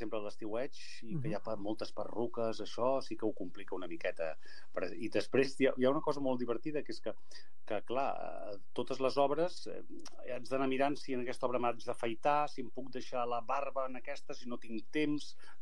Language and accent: Catalan; El Prat de Llobregat, Catalonia, Spain; em fa molt de respecte sempre actuar al meu poble